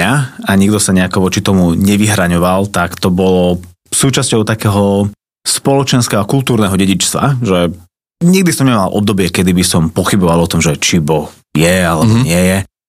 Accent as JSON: {"language": "Slovak", "town": "Trnava", "region": "Trnava Region", "country": "Slovakia", "tie": "born or raised there", "said": "Tak ja som z Trnavy a tam pochádzam asi také úplne, že klasickej trnavskej rodiny, katolíci od malička."}